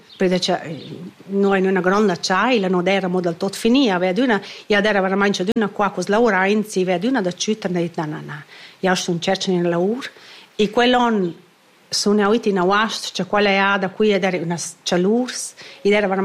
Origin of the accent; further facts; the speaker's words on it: Müstair, Graubünden, Switzerland; now in Friuli, Italy; sono da Mustair e non da nulla altro.